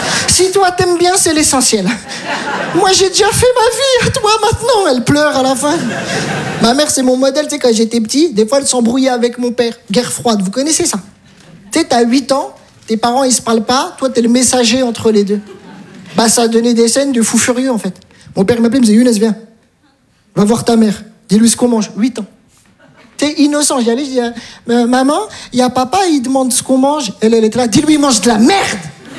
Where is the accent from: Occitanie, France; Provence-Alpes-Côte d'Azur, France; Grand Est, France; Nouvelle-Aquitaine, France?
Grand Est, France; Metz